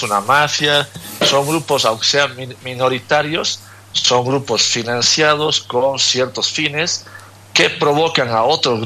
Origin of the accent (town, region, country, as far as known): Bolivia